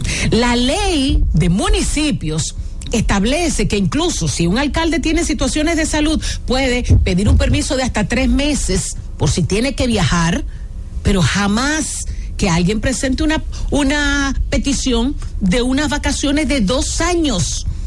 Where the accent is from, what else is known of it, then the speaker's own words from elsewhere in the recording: Dominican Republic; si nosotros como dominicanos no entendemos que tenemos que revisar a quién votamos